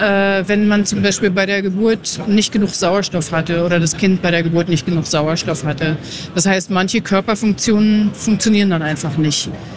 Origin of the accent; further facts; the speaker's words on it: Potsdam, Brandenburg, Germany; moved away as an adult; now in United States; Ich habe in meiner Heimatstadt Potsdam angefangen und bin 2006 in die USA ausgewandert